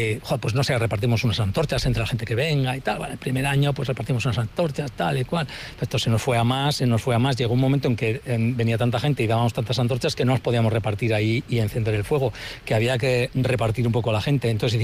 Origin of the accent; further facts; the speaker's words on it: Muskiz, Basque Country, Spain; yo soy de Muskis y tenemos la bajada de antorchas.